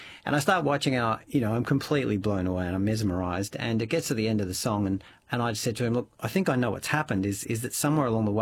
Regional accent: Melbourne, Victoria, Australia; I just wanted to do a one-off, so I did that in my hometown of Melbourne

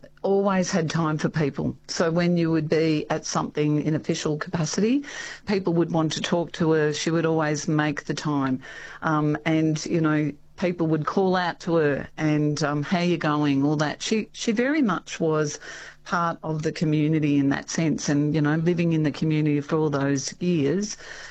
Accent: Bendigo, Victoria, Australia; I moved away for a number of years and came back to my hometown of Bendigo in 2006

